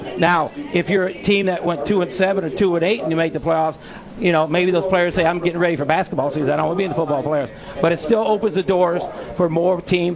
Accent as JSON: {"language": "English", "region": "Illinois", "country": "United States", "tie": "born or raised there", "said": "like in the Illinois High School Association. I grew up in Illinois."}